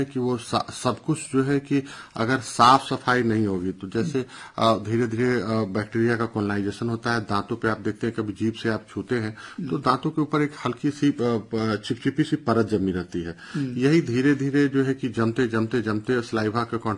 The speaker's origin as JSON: {"language": "Hindi", "town": "Varanasi", "region": "Uttar Pradesh", "country": "India", "said": "हम लोग काशी के क्षेत्र के निवासी हैं"}